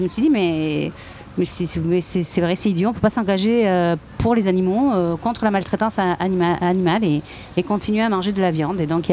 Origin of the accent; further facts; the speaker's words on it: South-West France, France; Moi je viens du sud-ouest avec toute la tradition tauromachique mais aussi la tradition de la chasse, et qui est liée à des événements très festifs qui soudent en fait énormément les villes village. Moi, je viens de la campagne